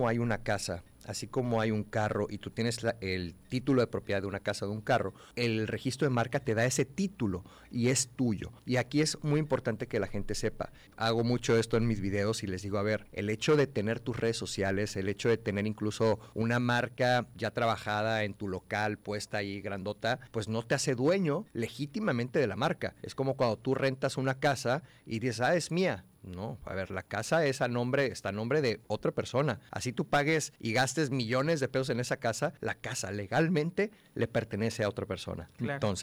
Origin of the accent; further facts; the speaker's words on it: Tabasco, Mexico; moved away; yo soy tabasqueño